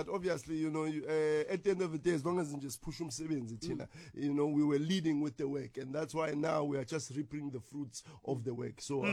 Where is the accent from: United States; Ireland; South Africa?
South Africa; we are authentically South African